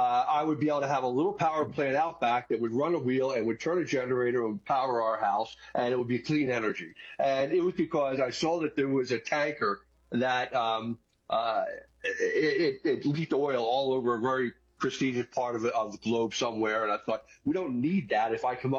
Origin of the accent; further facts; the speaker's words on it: Philadelphia, Pennsylvania, United States; Well, I'm from Philadelphia, outside of Philadelphia in the suburbs.